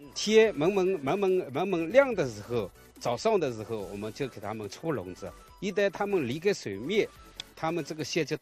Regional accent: Sanmen, Zhejiang, China; moved away as an adult; now in Alar, Xinjiang, China; 我是浙江三门的。最初呢，我来这边是有3年了，到今年是3年了

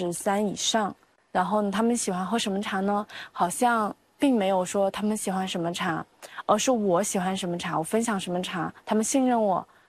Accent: Yunnan, China; 我呢是来自景迈山上的茶农姑娘， … 然后呢，身后呢就是生我养我的家乡。

